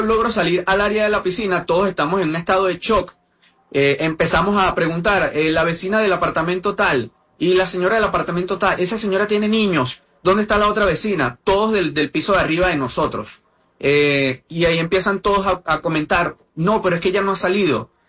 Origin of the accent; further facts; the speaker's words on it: Venezuela; yo soy nacido y criado en Aguaira. A día de hoy, post terremoto, sigo viviendo en Aguaira. Yo me encuentro en casa de mi madre, resguardado en este momento.